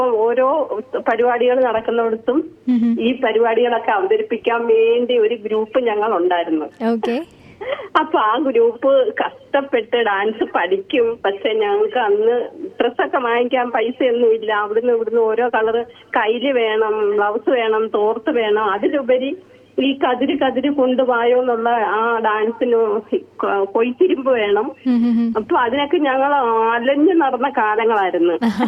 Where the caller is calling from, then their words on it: Kerala, India; നമസ്കാരം, ഇത് നെടിയോളിൽ നിന്ന്